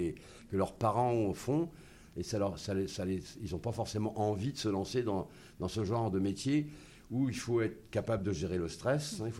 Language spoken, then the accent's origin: French; Loire, France; parce qu'on est de la Loire, Karine et moi